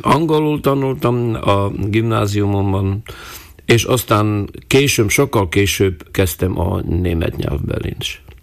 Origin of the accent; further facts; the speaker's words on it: Prešov, Prešov Region, Slovakia; odahaza Eperjesen. Amikor én születtem, akkor az öreg anyám és az öreg apám, a édesanyámnak a oldalról, azok csak magyarul beszéltek.